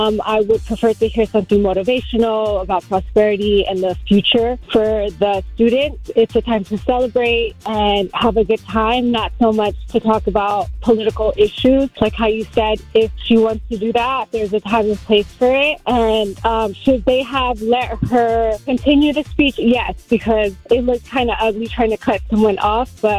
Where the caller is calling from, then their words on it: Los Angeles, California, United States; I'm calling from Los Angeles.